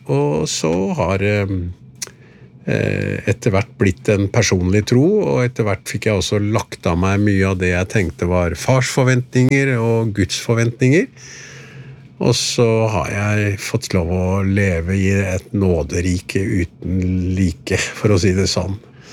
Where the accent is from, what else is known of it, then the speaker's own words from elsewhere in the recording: Oslo, Norway; also born or lived in Vestfold; now in Tønsberg, Norway; jeg kommer egentlig fra Oslo, men har levd store deler av livet mitt i Vestfold. Nå heter det Tønsberg kommune, gamle Ramnes kommune, så det er på andre siden av fjorden fra der vi sitter nå.